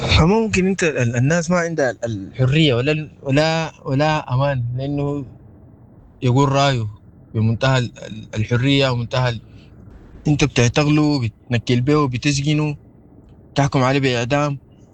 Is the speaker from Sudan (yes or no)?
yes; Sudan; يعني اي حوار نحن كسودانيين ممكن يحل لنا مشكلتنا، اي حوار نحن بنحتاجه في المرحله الحاليه دي